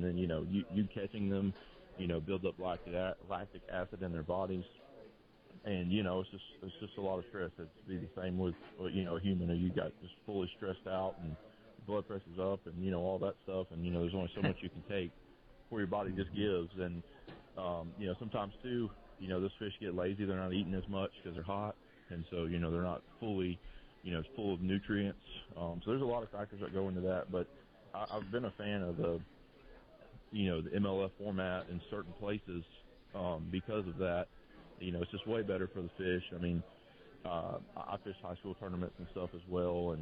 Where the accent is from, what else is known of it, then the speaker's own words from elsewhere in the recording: Baldwin County, Alabama, United States; growing up in Baldwin County.